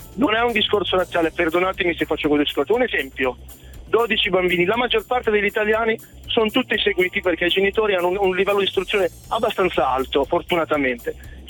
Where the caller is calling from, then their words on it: Milan, Lombardy, Italy; Io sono a Reggio Emilia, ma sono da Milano per lavoro.